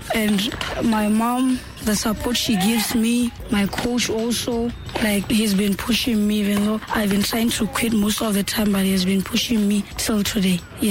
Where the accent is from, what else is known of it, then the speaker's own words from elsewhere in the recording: Mueng, Central District, Botswana; it's not like I'm from Mahalape. I'm from a village called Mueng. A school there also right now. From Tswapong side.